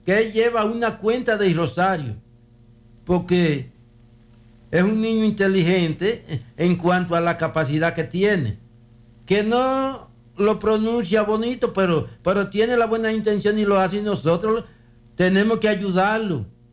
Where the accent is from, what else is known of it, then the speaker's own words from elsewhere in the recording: Dominican Republic; allá en mi tierra, La Canela